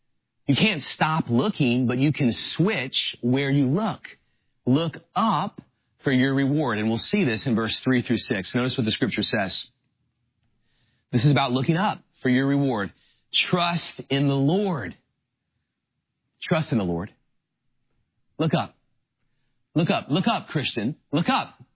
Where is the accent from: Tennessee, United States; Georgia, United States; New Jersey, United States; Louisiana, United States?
Louisiana, United States; New Orleans; also born or lived in Miami; now in Orange County, United States; he knows I grew up in New Orleans, and I lived in Miami for 8 years, and now I live in Orange County